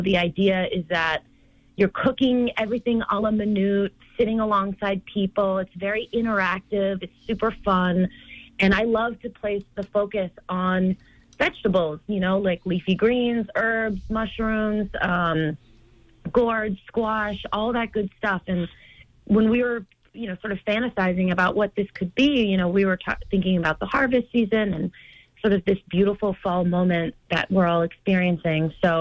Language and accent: English; California, United States; it's a meal that I grew up having with my family growing up in California.